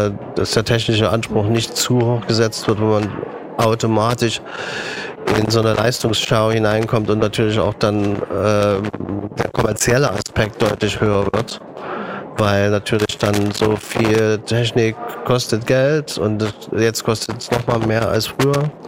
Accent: East Germany, Germany; ich bin an der DDR groß geworden.

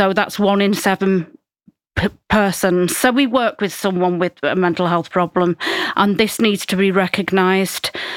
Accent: North West England, United Kingdom; moved away as an adult; now in Basel, Switzerland; I'm originally from Cheshire in the UK, and I've been living in Basel for the past 7 years.

